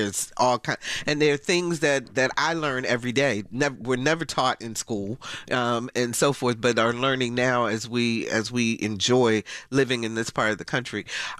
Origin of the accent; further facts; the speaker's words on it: Baltimore, Maryland, United States; You'll be in my hometown.